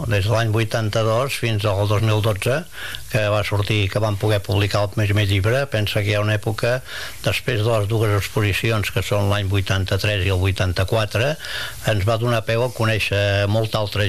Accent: Sant Feliu de Codines, Catalonia, Spain; jo soc de Sant Feliu de Codines i allà, a la canalla, el bosc el teníem tan a prop que era el nostre lloc de jocs i de històries i d'aventures.

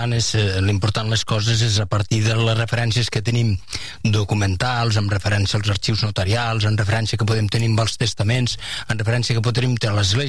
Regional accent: Miralcamp, Catalonia, Spain; sóc nascut a la dècada dels 50, que a la Catalunya profunda, com és el cas, diguem, del meu poble, el Pla d'Urgell, a Miralcamp

